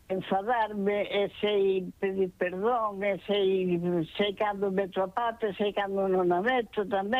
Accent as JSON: {"language": "Galician", "town": "A Coruña", "region": "Galicia", "country": "Spain", "said": "El, pero son da Coruña."}